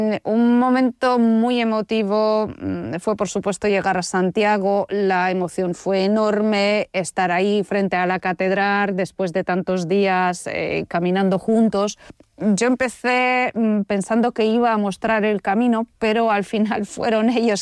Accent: Poland; Spanish is a second language; moved away as an adult; now in Asturias, Spain; soy polaca y llevo muchos años viviendo en España. Bueno, justo este año cumplo la mitad de mi vida en Polonia y la otra mitad aquí en España. Ahora vivo en Asturias

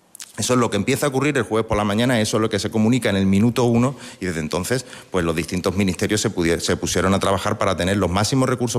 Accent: Ceuta, Spain; Mire, aparte de representante del gobierno de Ceuta, soy ceutí y soy perfectamente consciente de esa inquietud

